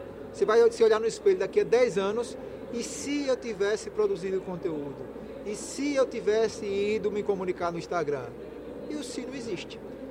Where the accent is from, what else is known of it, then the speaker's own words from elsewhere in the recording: Northeast Brazil, Brazil; Como nordestino, eu sou sempre muito bem recebido em todo o Nordeste.